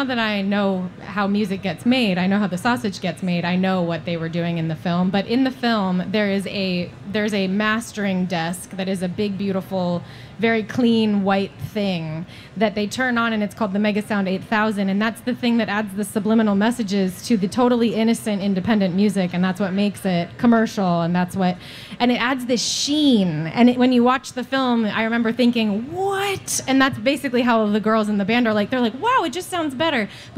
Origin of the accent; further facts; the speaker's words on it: Chatham, New York, United States; now in Los Angeles, United States; I'm from north of New York City in a place called Columbia County near it's called Chatham, New York. We have one stoplight. That's where I grew up. And now I live in Los Angeles